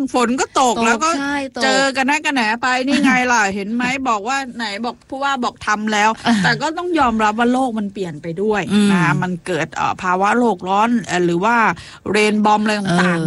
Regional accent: Bangkok, Thailand; ในฐานะคนกทมต้องพูดได้เต็มปากเต็มคำเหมือนกัน

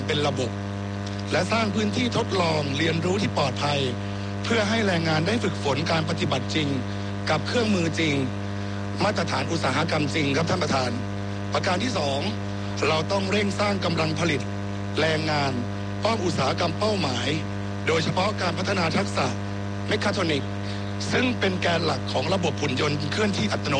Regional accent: Kalasin, Thailand; ผมเองเป็นคนกาฬสินธุ์เกิดที่จังหวัดกาฬสินธุ์โตที่กาฬสินธุ์

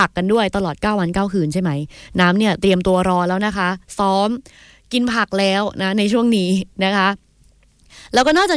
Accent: Saraburi, Thailand; now in Takua Pa, Thailand; ไม่ใช่คนตะกั่วป่าไม่ใช่คนภาคใต้นะคะแต่ว่าก็ที่จังหวัดสระบุรีเนาะที่บ้านเกิดของ … เองนะคะก็มีกิจกรรมนี้เหมือนกันนะเป็นคนไทยเชื้อสายจีนนะคะ

